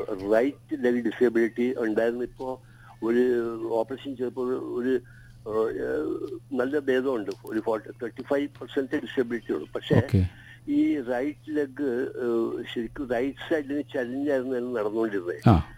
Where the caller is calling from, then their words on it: Kochi, Kerala, India; ഞാൻ കൊച്ചിന്ന് വിളിക്കണം.